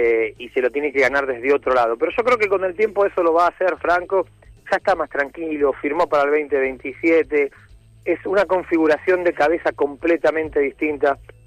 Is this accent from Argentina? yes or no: yes; Argentina; no es fácil estar haciendo lo que está haciendo, más siendo argentino, que no aportamos demasiado